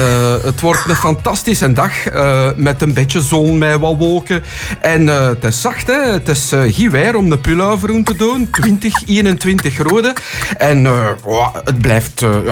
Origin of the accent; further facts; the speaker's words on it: Flanders, Belgium; Maar natuurlijk, ja, ik ben opgegroeid in het Brusselse, in het Pajottenland.